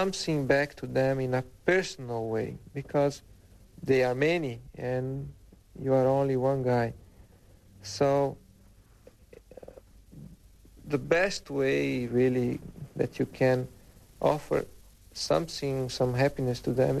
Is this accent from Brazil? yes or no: yes; Brazil; English is a second language; Brazil, because it's my home country